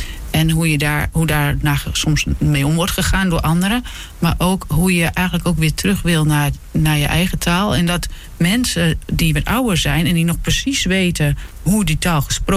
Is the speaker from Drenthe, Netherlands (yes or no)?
yes; Valthermond, Drenthe, Netherlands; ik kom uit Valthermond en ik vroeger keek naar Emmen en ik dacht, Emmen, dat is de stad. En ik ben nogal een meisje van het platteland.